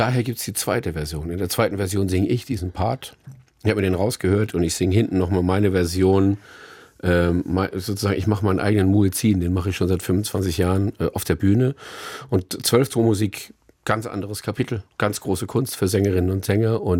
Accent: Mannheim, Baden-Württemberg, Germany; also born or lived in Karlsruhe; ich bin in Karlsruhe geboren. Ich bin in Mannheim zur Schule gegangen.

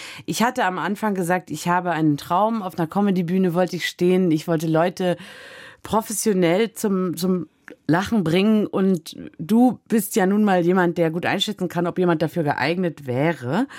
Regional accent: Dresden, Saxony, Germany; ich habe als Kind in Dresden am Körnerplatz in dem gleichen Hof wie der Bäcker Wippler gewohnt.

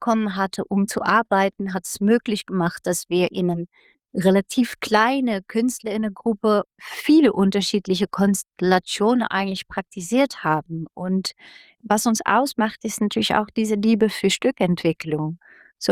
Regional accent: Netherlands; now in Germany; Ich glaube, es ist ein sehr großes Privileg gewesen, dass wir diese Zeit in Jena hatten. Wir kommen aus den Niederlanden, wo wir auch frei produziert haben.

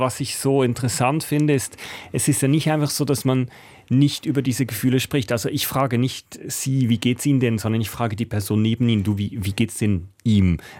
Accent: Switzerland; Man muss halt schon sagen, da wo ich aufgewachsen bin, sind 120 Einwohnende, da wählen alle die rechte SVP.

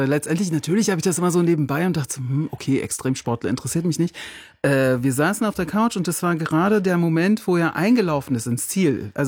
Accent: Berlin, Germany; also ich bin ja auch im Süden Berlins aufgewachsen und das verbindet schon einen irgendwie

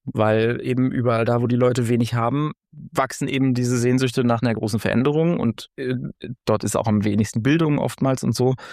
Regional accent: East Germany, Germany; ich habe meine ostdeutsche Identität lange überhaupt nicht in Frage gestellt oder erkannt oder interessant gefunden

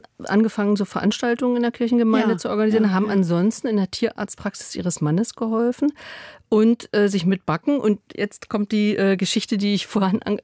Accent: West Germany, Germany; Ich wusste gar nicht, dass es das in der DDR, ich komme aus dem Westen.

